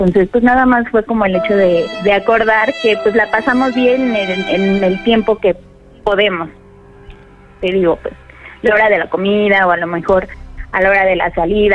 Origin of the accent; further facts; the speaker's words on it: Azcapotzalco, Mexico City, Mexico; Soy de Azcapotzalco.